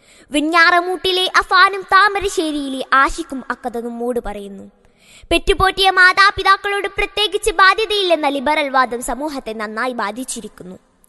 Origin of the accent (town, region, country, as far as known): Iritty, Kerala, India